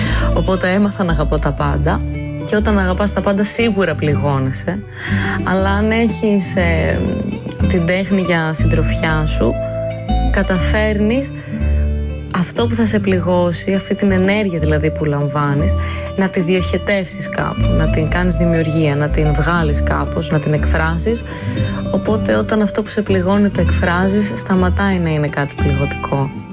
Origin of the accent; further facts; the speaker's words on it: Athens, Attica, Greece; Γεννήθηκα στην Αθήνα και μεγάλωσα στην Αθήνα. Είμαι γέννημα θρέμα Αθηναία 100%. Την αγαπώ πάρα πολύ την Αθήνα.